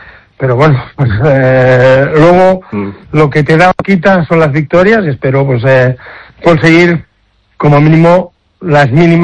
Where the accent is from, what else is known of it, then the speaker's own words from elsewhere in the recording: Badalona, Catalonia, Spain; Soy de Badalona, pero también soy del Barça de fútbol, entonces, bueno, ahí y he estado en el Barça. O sea que, pero soy de Badalona, eso no me lo quita nadie.